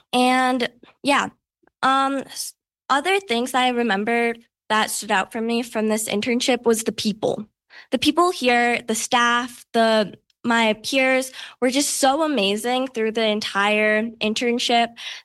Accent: New Mexico, United States; I'm from Nuevo Mexico, a place my family has been raised for generations.

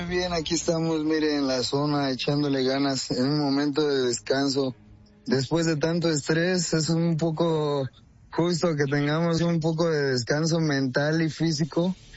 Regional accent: San José de Gracia, Michoacán, Mexico; Yo soy de San José de Gracia, Michoacán.

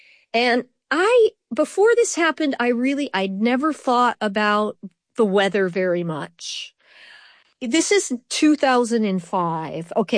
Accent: California, United States; I was as an undergrad in Los Angeles. I'm from California originally. My parents are from Ireland.

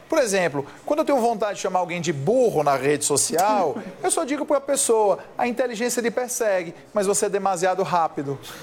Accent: Ceará, Brazil; Então, Felipe, lá na minha terra, lá no Ceará, quando tem duas pessoas brigando dessa maneira, existe uma expressão.

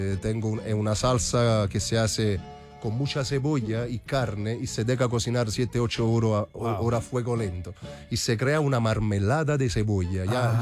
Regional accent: Italy; Spanish is a second language; now in Chile

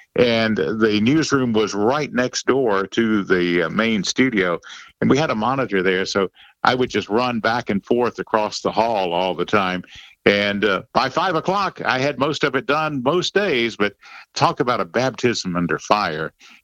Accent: Durham, North Carolina, United States; Yes, I'm originally from Durham. So I've never really strayed very far from home, just all in the Triangle, Raleigh-Durham area of North Carolina.

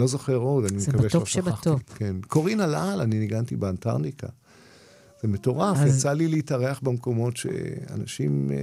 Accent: Rehovot, Central District, Israel; פגשתי את אני מרחובות, אז הוא מכיר אותי, ואני מכיר אותו

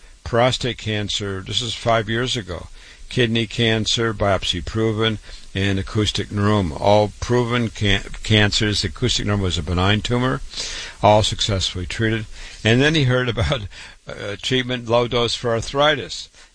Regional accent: Waterloo, Iowa, United States; board-certified doctor. I was born and raised in Waterloo, Iowa, public school, university, MD at 25

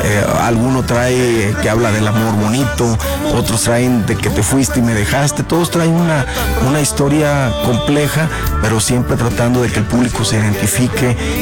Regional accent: Nayarit, Mexico; Fíjate que este video se grabó allá en mi estado, Nayarit, justamente a las orillas, a las afueras de la ciudad de Tepic.

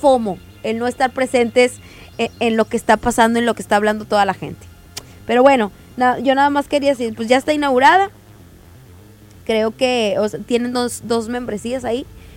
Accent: Monterrey, Nuevo León, Mexico; así somos los regios

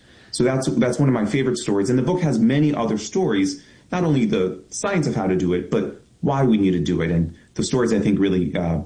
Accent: Baltimore, Maryland, United States; I'm a son of Baltimore, born and raised, and growing up in Greektown, Highlandtown, we had a Hopkins hospital in our backyard.

